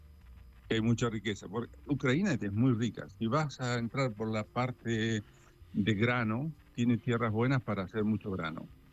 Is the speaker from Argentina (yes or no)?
yes; San Gregorio, Santa Fe, Argentina; now in Europe; cuando vivía en el pueblito donde nací, en San Gregorio, en la provincia de Santa Fe.